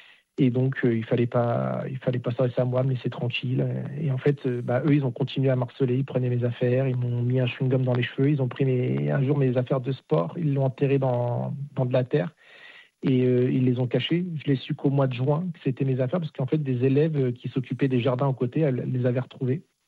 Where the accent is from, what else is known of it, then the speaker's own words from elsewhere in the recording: Nanterre, Île-de-France, France; Donc, de base, moi, j'étais de Nanterre, j'étais dans une cité. Donc, je suis arrivé à Rueil-Malmaison.